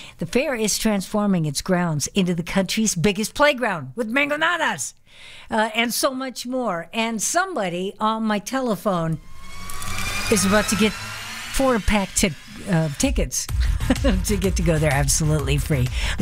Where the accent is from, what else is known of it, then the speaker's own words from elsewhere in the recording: Rialto, California, United States; Awesome. That's my hometown. I love people from Rialto